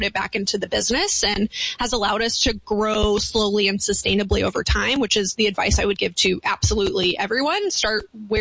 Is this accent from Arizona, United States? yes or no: yes; Yuma, Arizona, United States; And I'm from Yuma. I'm a nerd. I'm a reader.